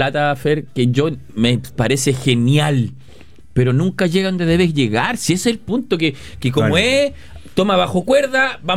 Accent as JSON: {"language": "Spanish", "town": "Concepción", "region": "Biobío", "country": "Chile", "said": "¿Qué tu sensación que soy de ahí de Conce?"}